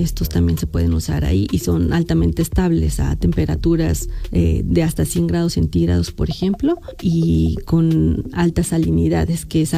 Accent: Hidalgo, Mexico; also born or lived in Guadalajara, Jalisco; orgullosamente soy hidalguense y me formé aquí como ingeniera en alimentos

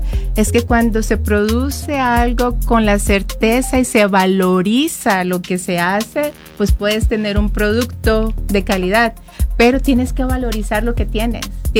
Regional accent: Colombia; como colombiana también sé

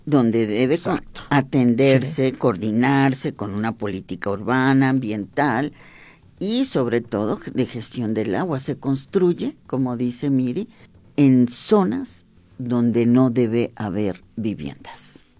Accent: Huehuetla, Hidalgo, Mexico; en la región Otomitepegua, donde yo soy originaria, por lo menos, claro, en el pueblo donde yo nací, Huehuetla

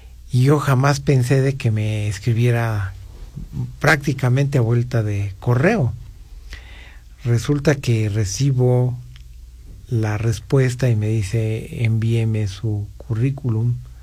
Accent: Pachuca, Hidalgo, Mexico; moved away as an adult; also born or lived in United States; Yo soy oriundo de Pachuca

